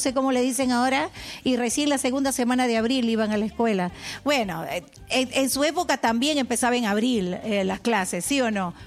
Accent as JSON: {"language": "Spanish", "town": "Flor de Punga", "region": "Loreto", "country": "Peru", "tie": "born there", "also_born_or_lived": "Iquitos / Lima", "moved": "yes", "said": "yo he vivido solo 6 años en Iquitos. Yo he vivido más en mi pueblo, en Flor de Punga, que está a 2 días y medio en lancha y a 16 horas en rápido. Y 9 meses en el pueblo y 3 meses aquí en Lima."}